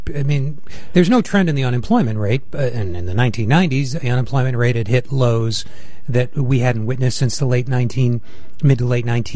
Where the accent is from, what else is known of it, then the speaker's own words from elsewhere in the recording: Rhode Island, United States; I grew up in Rhode Island, and the jewelry industry at one time there was a behemoth